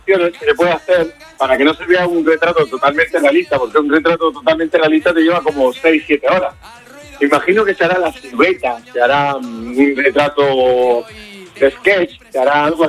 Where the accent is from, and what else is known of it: Almería, Andalusia, Spain; born or raised there